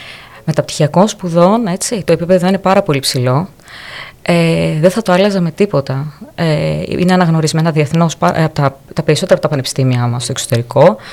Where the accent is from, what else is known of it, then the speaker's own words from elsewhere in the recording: Greece; να συνεχίσω στον τόπο μου